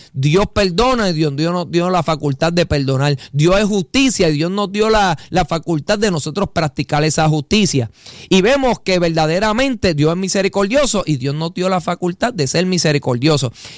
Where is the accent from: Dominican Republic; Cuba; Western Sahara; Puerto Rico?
Puerto Rico; Nosotros que somos puertorriqueños, ¿verdad?, nuestra identidad es ser puertorriqueño, aunque nacemos con una ciudadanía americana